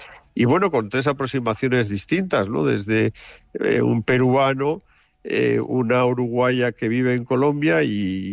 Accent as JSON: {"language": "Spanish", "town": "Barbastro", "region": "Aragon", "country": "Spain", "said": "O sea, yo soy de Barbastro. Me encuentro a uno de Binéfar en Atenas."}